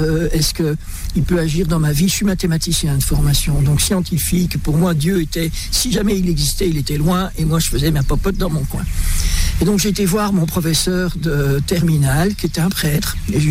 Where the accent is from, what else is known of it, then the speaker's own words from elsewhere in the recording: Kinshasa, DR Congo; born there; Donc, je suis né à Kinshasa, au Congo. Et j'ai été baptisé par un missionnaire quand j'avais 3 jours.